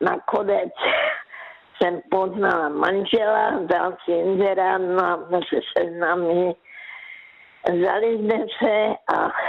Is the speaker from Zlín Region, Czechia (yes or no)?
yes; Karolinka, Zlín Region, Czechia; now in Zlín, Czechia; já pocházím z Karolínky, tak tam jsem pracovala v kartonáži ve sklárně